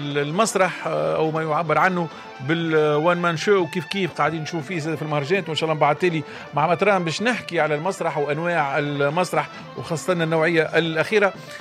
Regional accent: Tunisia; احنا تونسي

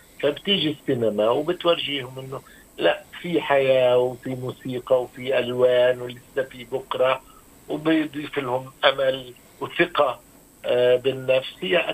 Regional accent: Gaza, Gaza Strip, Palestine; moved away; كفلسطيني وأنا من مواليد غزة، أنا ابن غزة وأهلي كلهم بغزة

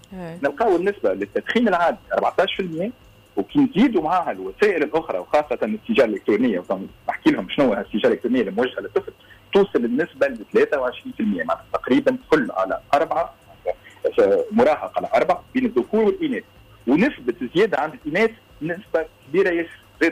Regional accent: Tunisia; انا تونسي

